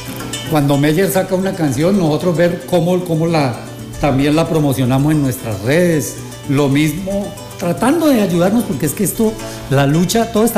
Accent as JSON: {"language": "Spanish", "town": "Cumaral", "region": "Meta", "country": "Colombia", "tie": "born or raised there", "said": "Y mi infancia y mi juventud que transcurrió ahí."}